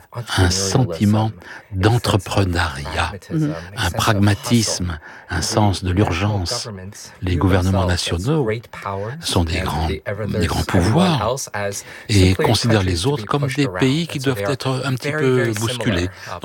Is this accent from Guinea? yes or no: no; Canada; passé la plus grande partie de mon enfance au Canada